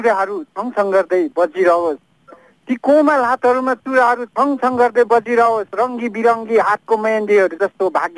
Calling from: Mirik, West Bengal, India; म तपाईँहरूको एकदम रेगुलर लिसनर मिरिक थर्मनिङ्गालीबाट … बोल्दैछु।

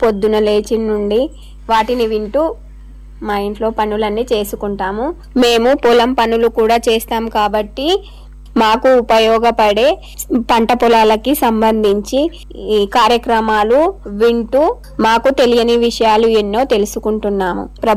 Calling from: Hunsa, Telangana, India; మాది హున్సా గ్రామం, బోధన్ మండలం.

